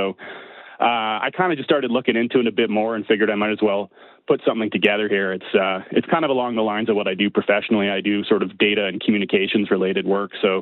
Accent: Winnipeg, Manitoba, Canada; now in Calgary, Canada; I was born and raised in Winnipeg. I live in Calgary now

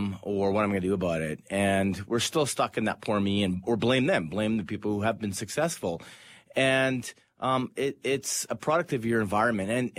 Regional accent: Canada; as a Canadian

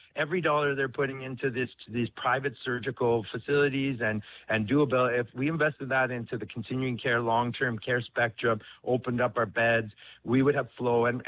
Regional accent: Alberta, Canada; I'm a Canadian. I'm an Albertan.

